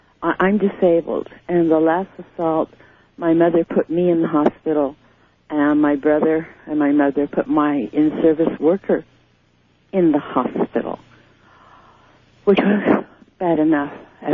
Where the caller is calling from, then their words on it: Grass Valley, California, United States; from Grass Valley.